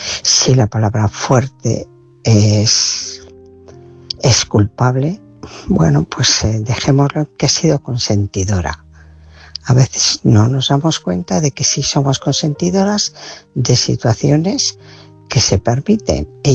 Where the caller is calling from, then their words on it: Bilbao, Basque Country, Spain; de Bilbao.